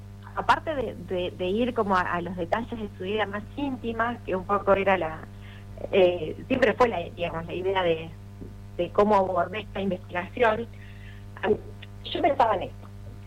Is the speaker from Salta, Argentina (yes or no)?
yes; Salta, Argentina; born there; Yo nací en Salta, que bien soy yo quien nací en Salta por el trabajo de mi papá, que era el petróleo.